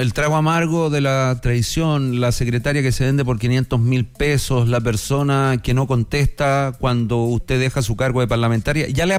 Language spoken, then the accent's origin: Spanish; Valparaíso, Chile; Sí, me quedé corto siendo porteño.